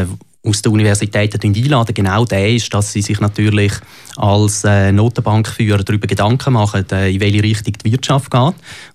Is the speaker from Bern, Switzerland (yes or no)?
no; Dielsdorf, Zurich, Switzerland; moved away as an adult; also born or lived in St. Gallen / United States / Madrid; now in Zürich, Switzerland; Ich bin aufgewachsen in Dielsdorf im Zürich Unterland, habe dann, wie du ja auch, in St. Gallen studiert und bin von dort dann in die weite Welt gezogen. Habe fast 10 Jahre in den USA verbracht.